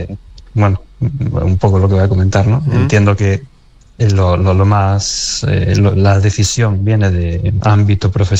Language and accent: Spanish; Gijón, Asturias, Spain; also born or lived in Oviedo / Allande / La Pola; aparte yo estuve varios años viviendo en la Pola, ¿no? Uh-huh. Me nacieron en Oviedo, pero, pero luego me crié en Gijón y luego, bueno, pasé conmigo mucho tiempo en Allande.